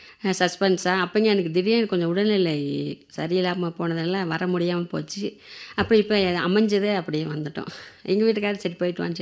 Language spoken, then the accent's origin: Tamil; a village in Virudhunagar district, Tamil Nadu, India; born there; now in Sulakkarai, Virudhunagar, India; நான் வந்து பிறந்தது வந்து விருதுநகர் மாவட்டம் குளூர் சிந்தை என்ற கிராமத்தில் பிறந்தேன். என்னை மேரேஜ் பண்ணி இப்போ விருதுநகர் மாவட்டம் சூளக்கரையில் தான் நாங்கள் செட்டில் ஆகிட்டோம்.